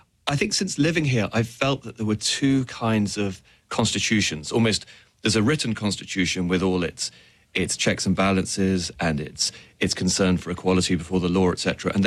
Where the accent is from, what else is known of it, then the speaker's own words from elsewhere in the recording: United Kingdom; Yeah, I mean, people always expect me as a Brit to be an expert on the royal family, which I'm not.